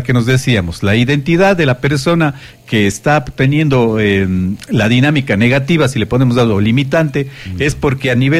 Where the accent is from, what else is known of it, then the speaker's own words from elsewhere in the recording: Ecuador; born there; pasar unas temporadas en México estudiando. Quiero mucho ese país. Nací en Ecuador